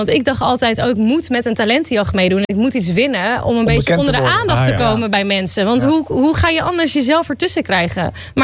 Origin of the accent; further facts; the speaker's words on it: Hoorn, North Holland, Netherlands; born there; now in Amsterdam, Netherlands; Ik ben geboren in Horen.